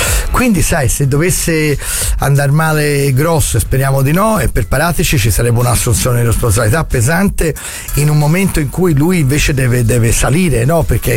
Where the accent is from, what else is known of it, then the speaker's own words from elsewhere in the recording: Florence, Tuscany, Italy; also born or lived in -; Io sono di Rifredi, come sai, no? Anche se sono trapiantato a Firenze Sud da 25 anni, ho abbandonato il settentrione per abbracciare il meridione.